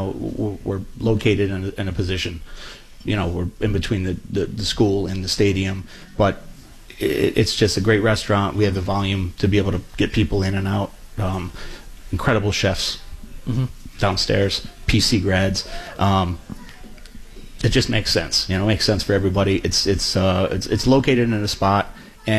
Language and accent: English; Michigan, United States; now in Rhode Island, United States; So we just stayed here in Rhode Island. I'm from Michigan.